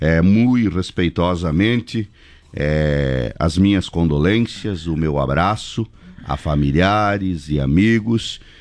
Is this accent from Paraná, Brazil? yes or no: no; Caçador, Santa Catarina, Brazil; diz lá na minha terra, o caboclo diz assim, nós cabocão lá em Caçador